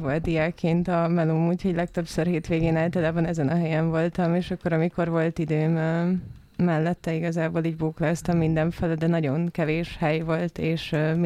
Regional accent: Miskolc, Borsod-Abaúj-Zemplén, Hungary; Miskolcra. Helyő Csabán nőttem fel, de sokat voltam az Avason.

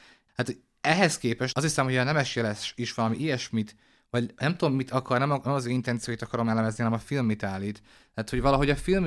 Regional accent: Hungary; Itt érzem magam, hát igazából sértve magyarként. Úgyhogy ennek a társadalomnak a tagja vagyok

